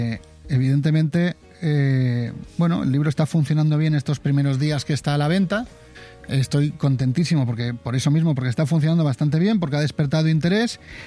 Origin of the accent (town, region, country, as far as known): Spain